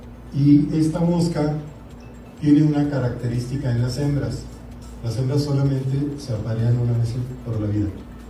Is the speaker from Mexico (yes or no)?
yes; Chihuahua, Mexico; estoy aquí en esta región de mi tierra. Yo soy nativo de Chihuahua, originario de Chihuahua